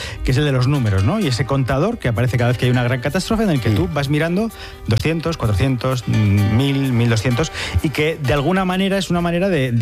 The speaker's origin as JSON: {"language": "Spanish", "town": "Soria", "region": "Castile and León", "country": "Spain", "said": "para los que somos de Soria de corazón"}